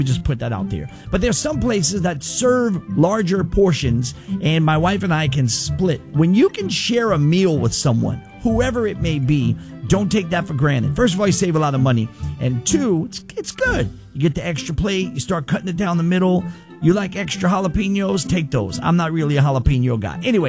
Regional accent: New Orleans, Louisiana, United States; not like when I grew up back home in New Orleans.

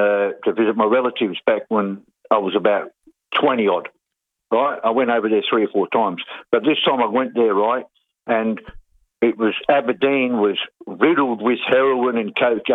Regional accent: Burundi; now in South Africa; And I've just opened up a shop. I come from Burundi, and I thought my family would be here.

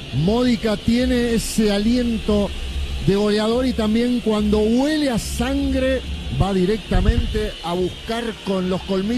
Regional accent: Rivadavia, Argentina; Digo mi amigo porque es de acá de la zona, es de Rivadavia, de mi pueblo.

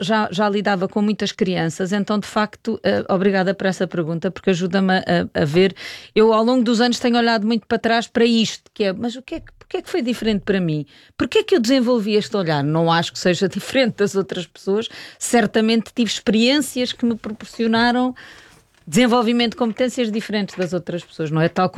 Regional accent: Portugal; born or raised there

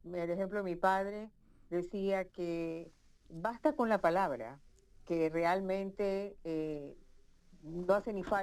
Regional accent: Guayaquil, Guayas, Ecuador; born there; also born or lived in Manabí; now in Quito, Ecuador

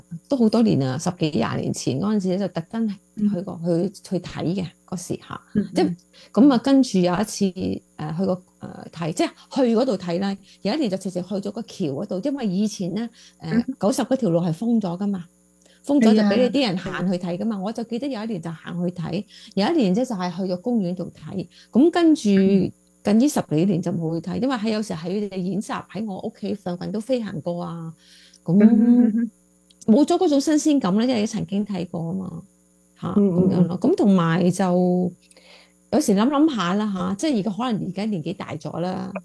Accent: China; now in Seattle, United States; Seafair 呢我哋就我哋中国人啦嘛。咁通常呢喺Chinatown 我哋叫做国际城啦、就会有一个嘅巡游啦。

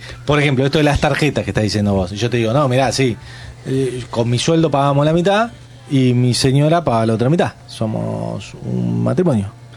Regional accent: Argentina; Somos argentinos.

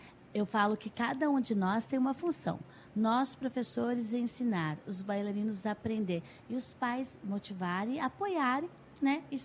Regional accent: Joinville, Santa Catarina, Brazil; Sou também, sou joinvilense raiz.

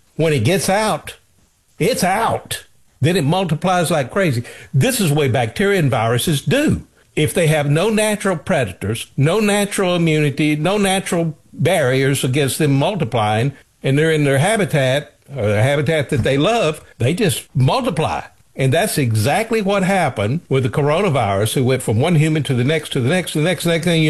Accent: Sand Mountain, Alabama, United States; I grew up in Northeast Alabama. He'd bring them out of Chattanooga, Tennessee. I grew up on Sand Mountain.

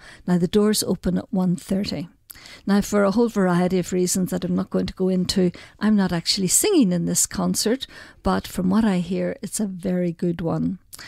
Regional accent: Belfast, Northern Ireland, United Kingdom; moved away; I think it's particularly hard this year because I was hoping to get back to my hometown of Belfast this year

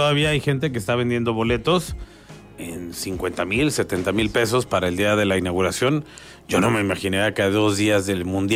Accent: Mexico; A mí me pesa, como mexicano

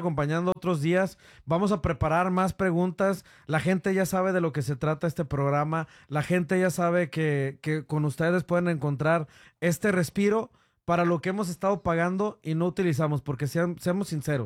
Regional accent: Antioquia, Colombia; Y yo soy paisa.

